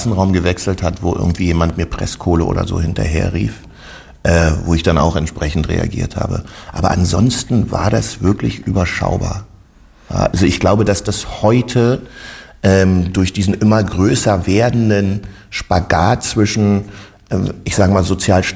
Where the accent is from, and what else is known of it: Germany